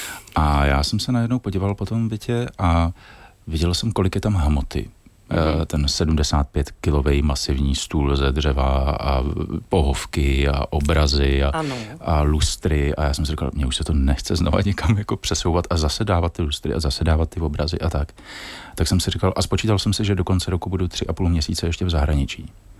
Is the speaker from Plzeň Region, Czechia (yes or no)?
no; Prague, Czechia; v mé rodilé Praze, protože já jsem vlastně z Vršovic od Edenu